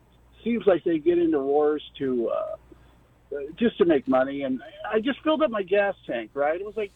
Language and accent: English; Las Vegas, Nevada, United States; I was born in Las Vegas in the early 1950s, so I've seen all the changes that this city has gone through